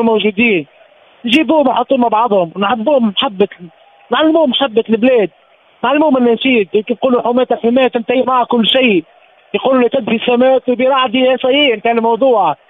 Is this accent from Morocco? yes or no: no; Tunisia; سامحوني بالكلمة، نحكي بلغة التونسي، نحكي بقلب التونسي، نحكي بلهجة التونسي